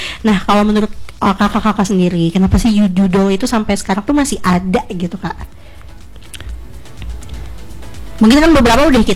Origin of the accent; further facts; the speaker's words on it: Banjarmasin, South Kalimantan, Indonesia; saya asli Banjarmasin tapi muka saya kayak orang Dayak